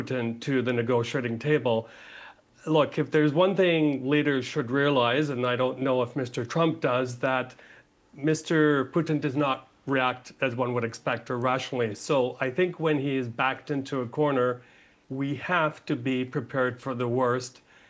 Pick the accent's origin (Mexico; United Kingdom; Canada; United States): Canada; including in my home country of Canada.